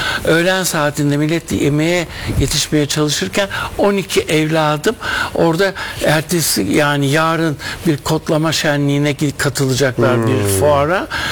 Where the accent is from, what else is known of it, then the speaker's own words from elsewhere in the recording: Istanbul, Turkey; Tabii öyle Anadolu'da falan değil de evet, İstanbul'da doğdum büyüdüm.